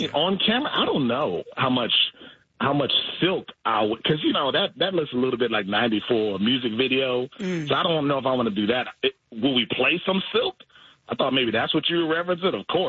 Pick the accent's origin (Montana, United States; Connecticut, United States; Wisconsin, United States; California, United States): Wisconsin, United States; Milwaukee; I mean, I'm from Milwaukee. I don't know how many people have rooted for us over the years.